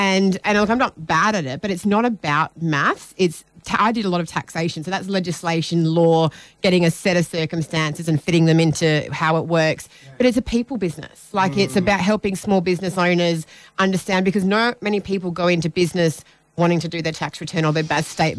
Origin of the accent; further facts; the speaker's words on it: Perth, Western Australia, Australia; I grew up in Perth. I was born and bred here, so I grew up in Balcatta. And it was just me, mum and my sister from when I was really, really young.